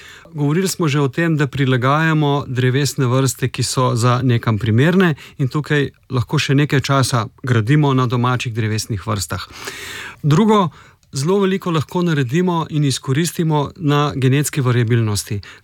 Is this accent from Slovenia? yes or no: yes; Inner Carniola, Slovenia; Povem konkretno, sam sem doma z Notranjske, tam prevladujejo bukovi gozdovi